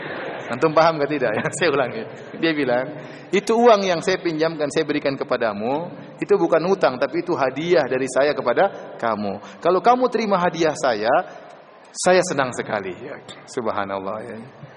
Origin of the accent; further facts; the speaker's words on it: Indonesia; also born or lived in Medina, Saudi Arabia; mahasiswa Indonesia miskin-miskin juga seperti saya.